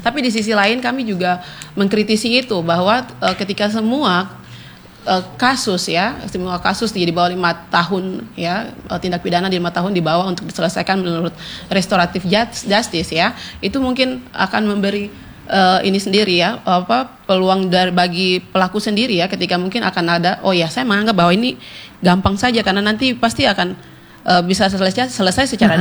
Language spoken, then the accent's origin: Indonesian; Southwest Papua, Indonesia; Saya orang, misalnya saya orang Maibrat, berarti saya di sini saya sebagai pendatang juga gitu ya.